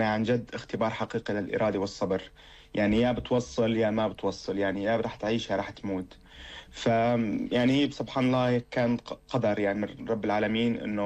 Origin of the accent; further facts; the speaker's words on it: Al-Bab, Aleppo Governorate, Syria; now in Düsseldorf, Germany; عمري 32 سنة، الأصل من مواليد مدينة الباب في ريف حلب، وحصلت على الشهادة الثانوية في مدينة الباب عام 2011.